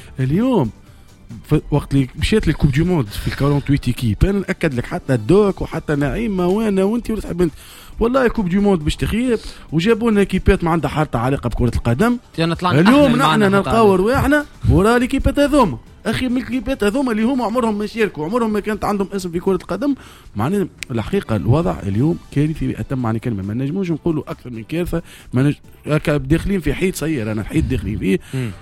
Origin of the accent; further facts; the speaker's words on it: Tunisia; also born or lived in Morocco; نحن كتوانسه يمسنا في كرامتنا،